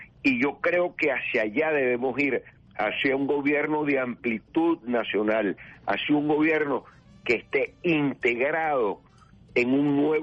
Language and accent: Spanish; Venezuela; nosotros, siendo ciudadanos venezolanos